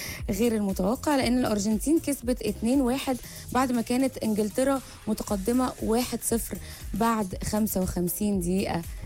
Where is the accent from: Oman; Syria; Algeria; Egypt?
Egypt; بس الموضوع بالنسبه لنا كمصريين اهم من مجرد مباراه،